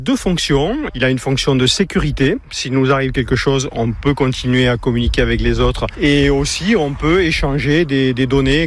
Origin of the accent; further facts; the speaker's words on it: Bayonne, Nouvelle-Aquitaine, France; j'ai 67 ans et je suis de Bayonne.